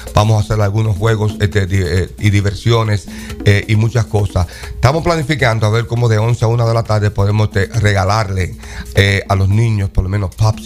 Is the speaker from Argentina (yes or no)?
no; Dominican Republic; now in United States; como dominicanos, tenemos que aceptar y saber celebrar y saber decir gracias a todas las culturas que han aportado algo en nosotros.